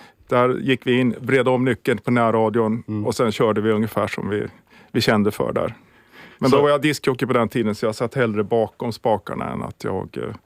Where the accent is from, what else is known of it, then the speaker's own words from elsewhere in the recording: Sala, Västmanland County, Sweden; also born or lived in Västerås; Jag är född och uppvuxen i Sala. Sen har jag bott i Västerås.